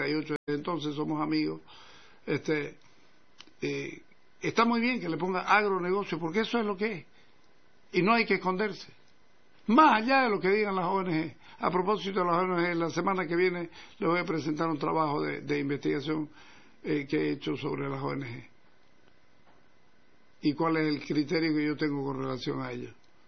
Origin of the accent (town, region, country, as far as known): Santa Cruz, Bolivia